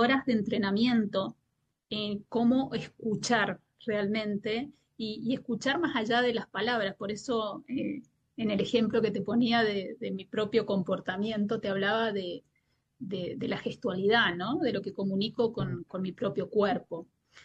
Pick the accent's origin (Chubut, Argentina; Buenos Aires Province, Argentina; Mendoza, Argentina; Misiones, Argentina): Mendoza, Argentina; moved away